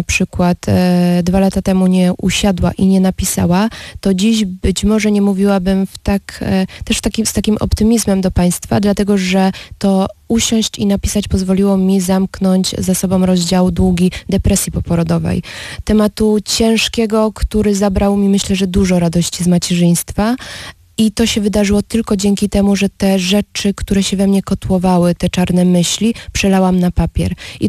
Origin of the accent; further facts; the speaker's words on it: Opole, Opole Voivodeship, Poland; u nas w Opolu